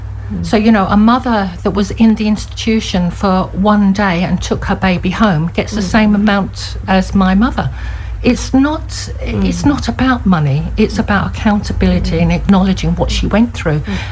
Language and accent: English; Ireland; as court people, as Irish people